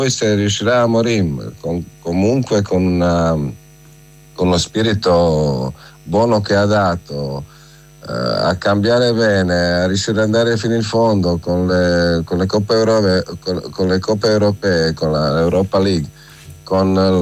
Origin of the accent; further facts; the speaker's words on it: Croatia; Quindi seppur sono croato, però mio padre aveva una ossessione di Rivera.